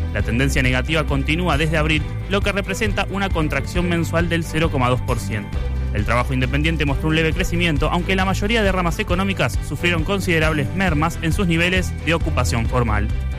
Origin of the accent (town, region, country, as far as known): Argentina